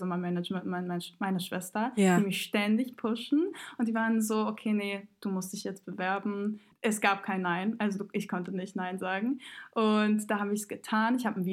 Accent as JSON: {"language": "German", "country": "Montenegro"}